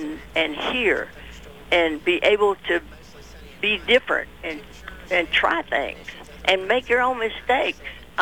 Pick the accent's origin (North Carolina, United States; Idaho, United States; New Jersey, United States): North Carolina, United States; Mount Airy; moved away; I'm from Mount Airy